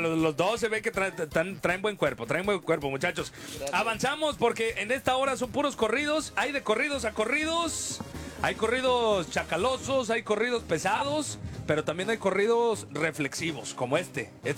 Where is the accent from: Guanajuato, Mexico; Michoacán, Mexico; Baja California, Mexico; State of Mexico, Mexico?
Michoacán, Mexico; Morelia; moved away; Yo soy de Morelia.